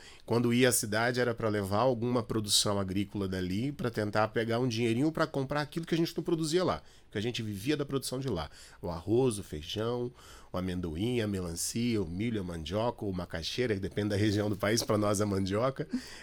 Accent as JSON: {"language": "Portuguese", "region": "Mato Grosso do Sul", "country": "Brazil", "said": "eu, que sou do Mato Grosso do Sul, finalzinho, são dois estados, Mato Grosso lá em cima e Mato Grosso do Sul embaixo"}